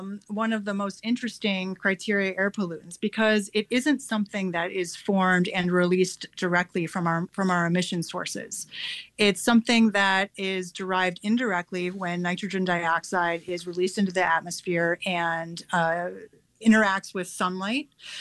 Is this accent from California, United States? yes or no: no; Milwaukee, Wisconsin, United States; I'm from Milwaukee myself, so very nice to have the opportunity to talk to a fellow Wisconsinite.